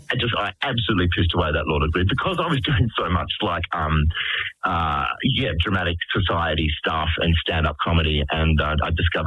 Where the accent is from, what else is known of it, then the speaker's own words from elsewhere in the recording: Perth, Western Australia, Australia; It was not encouraged or even talked about in the circles that I hung around in as growing up in Perth.